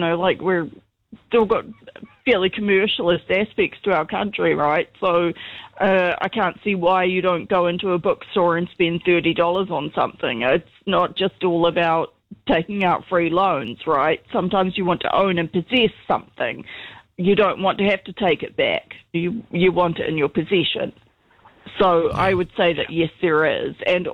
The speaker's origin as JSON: {"language": "English", "town": "Hamilton", "region": "Waikato", "country": "New Zealand", "also_born_or_lived": "Christchurch", "said": "I just want to say that I lived in Christchurch prior to the earthquake. I'm not a Cantab. I'm from Hamilton, but I moved to Christchurch a couple of times, and I really enjoyed it."}